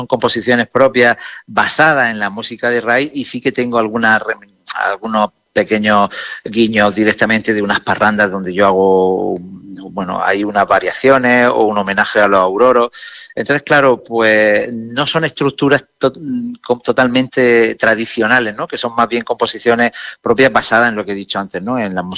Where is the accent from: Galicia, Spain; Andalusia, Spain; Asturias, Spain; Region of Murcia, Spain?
Region of Murcia, Spain; yo soy de Murcia, yo aporto instrumentos tradicionales de la región de Murcia, que son los guitarros